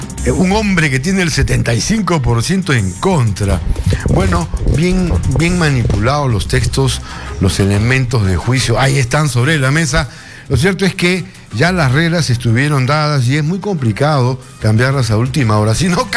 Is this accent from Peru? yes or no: yes; Peru; Porque así somos los peruanos.